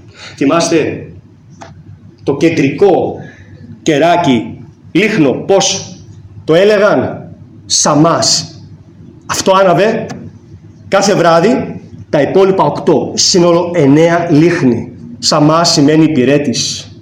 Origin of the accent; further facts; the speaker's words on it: Rhodes, South Aegean, Greece; είτε εδώ στη Ρόδο, καθώς είμαι, μιας και είμαι Ροδίτης.